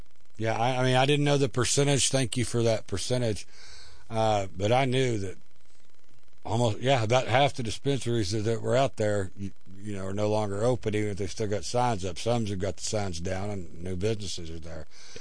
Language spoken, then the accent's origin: English; Washington, Oklahoma, United States; I'm from Washington, Oklahoma, population 700, so.